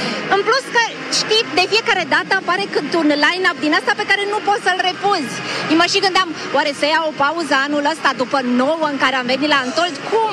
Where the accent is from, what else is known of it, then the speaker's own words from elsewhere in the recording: Arad, Arad County, Romania; now in Bucharest, Romania; eu sunt din Arad și toate expresiile astea sunt cumva familiare pentru mine. Cred că m-ai uitat un pic de ele, pentru că deja am 10 ani de când m-am mutat în București